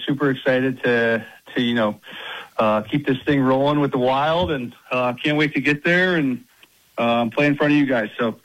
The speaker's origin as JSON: {"language": "English", "town": "Detroit", "region": "Michigan", "country": "United States", "said": "we're going to head to Michigan. That's where I'm from. I'm from Detroit."}